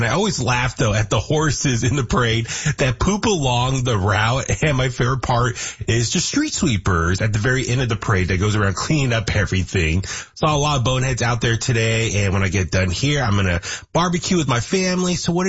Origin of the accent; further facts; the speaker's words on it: Alameda, California, United States; my hometown of Alameda.